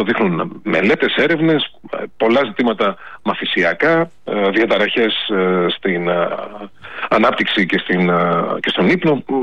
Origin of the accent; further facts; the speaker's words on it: Trikala, Thessaly, Greece; Ως τρικαλινός φοιτητής στην Αθήνα